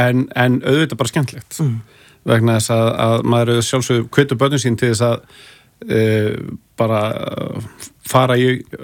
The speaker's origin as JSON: {"language": "Icelandic", "town": "Hafnarfjörður", "region": "Capital Region", "country": "Iceland", "tie": "born or raised there", "said": "Ég er alinn upp í Hafnarfirði ég er haffyrringur í húð og hár"}